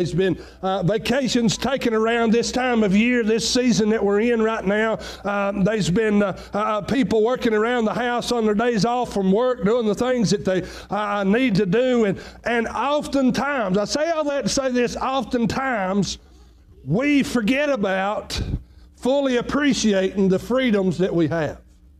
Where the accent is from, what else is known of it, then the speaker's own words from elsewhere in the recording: United States; as an American